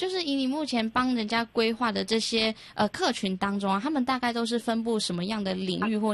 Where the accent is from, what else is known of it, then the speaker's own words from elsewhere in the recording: Yilan County, Taiwan; 我的家乡宜兰